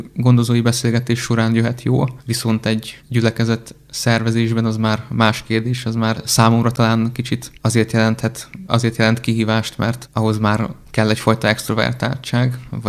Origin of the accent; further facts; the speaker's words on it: Fehérgyarmat, Szabolcs-Szatmár-Bereg, Hungary; now in Nyíregyháza, Hungary; mert én fehérgyarmati származású vagyok, de a szüleimmel már egy 10 éve felköltöztünk Nyíregyházára